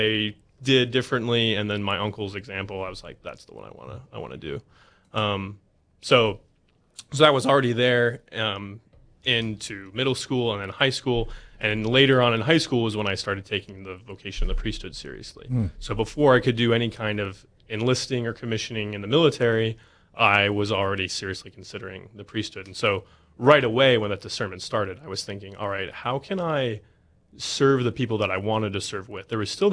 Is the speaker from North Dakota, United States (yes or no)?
yes; Lakota, North Dakota, United States; also born or lived in Alaska; I grew up in Lakota primarily. Okay. I grew up in Lakota till I was 12 years old. Then my family moved out of state for a couple years. We actually lived in Alaska, which was an amazing adventure. And then we moved back to North Dakota.